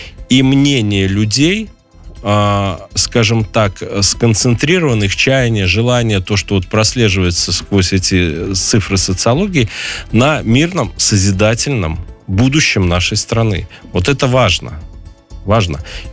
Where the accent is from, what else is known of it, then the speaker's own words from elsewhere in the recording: Belarus; мы, белорусы, стали привередливые.